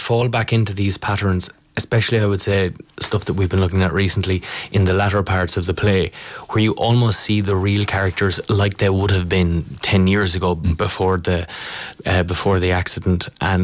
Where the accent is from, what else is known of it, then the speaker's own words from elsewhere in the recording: Ireland; as an Irish person